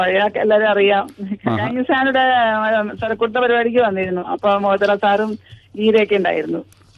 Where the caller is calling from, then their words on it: Udayamperoor, Kerala, India; ഉദയംപേരൂരിൽ നിന്നാണ് വിളിക്കുന്നത്.